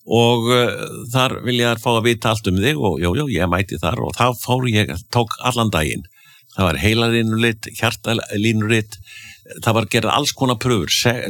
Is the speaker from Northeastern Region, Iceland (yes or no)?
yes; Akureyri, Northeastern Region, Iceland; born or raised there